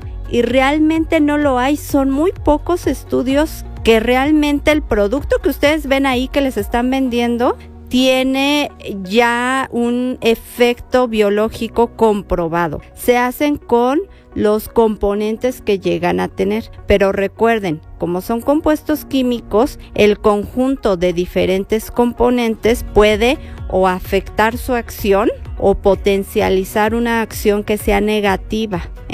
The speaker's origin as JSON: {"language": "Spanish", "country": "Mexico", "said": "en nuestra dieta como mexicanos"}